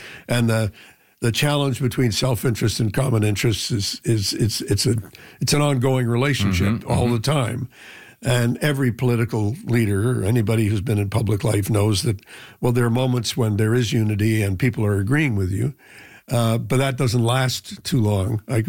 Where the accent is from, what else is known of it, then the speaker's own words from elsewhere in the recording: Canada; we, you know, we are the Canadian people and we have the power to do whatever we want to do.